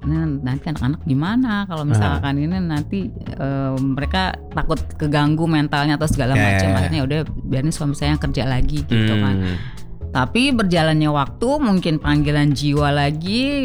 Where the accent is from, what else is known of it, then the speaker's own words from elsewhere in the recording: Java, Indonesia; now in Jakarta, Indonesia; saya orang Jawa, suka dengan filosofi Jawa.